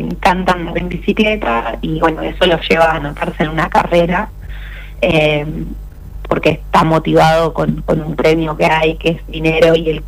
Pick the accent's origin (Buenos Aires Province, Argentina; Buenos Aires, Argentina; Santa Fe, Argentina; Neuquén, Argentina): Neuquén, Argentina; Nosotros somos de Neuquén